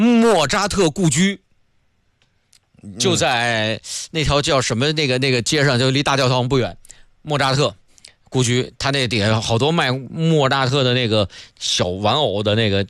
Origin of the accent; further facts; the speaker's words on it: Jiangsu, China; 所以这咱们江苏人还是很幸福的啊